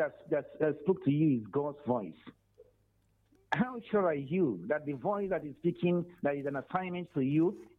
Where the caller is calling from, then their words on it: Enugu, Enugu State, Nigeria; I'm calling you from Enugu.